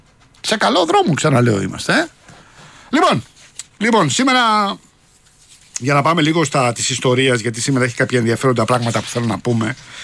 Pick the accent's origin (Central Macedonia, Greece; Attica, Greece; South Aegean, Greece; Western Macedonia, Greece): Attica, Greece; Rafina; born or raised there